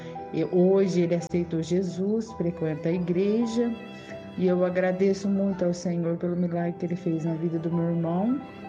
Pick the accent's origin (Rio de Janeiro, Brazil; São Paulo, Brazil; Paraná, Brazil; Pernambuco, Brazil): São Paulo, Brazil; Mococa; sou da cidade de Mococa